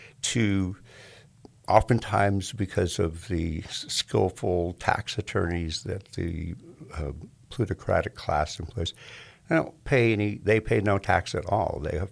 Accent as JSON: {"language": "English", "country": "United States", "said": "for me as an American citizen"}